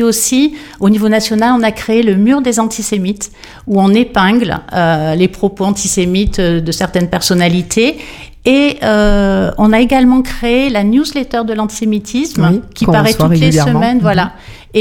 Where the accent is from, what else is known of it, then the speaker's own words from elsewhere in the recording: France; et puis nous sommes des Français, et leur grand argument, c'est bien fait pour vous par rapport à ce qui se passe en Israël. Donc on leur explique que nous, on est en France